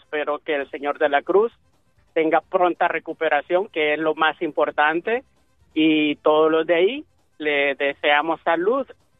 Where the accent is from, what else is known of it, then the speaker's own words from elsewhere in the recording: El Salvador; moved away; en mi país, El Salvador